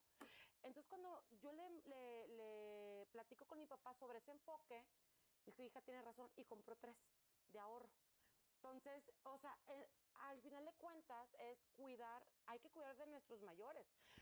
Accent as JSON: {"language": "Spanish", "town": "Mazatlán", "region": "Sinaloa", "country": "Mexico", "said": "yo soy de Sinaloa, de Mazatlán."}